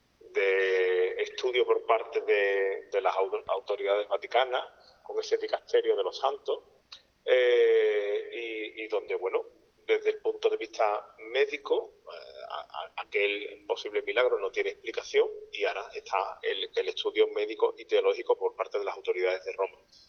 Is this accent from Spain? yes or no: yes; Seville, Andalusia, Spain; Estás buscando un poco un paralelismo con mi ciudad natal, con Sevilla.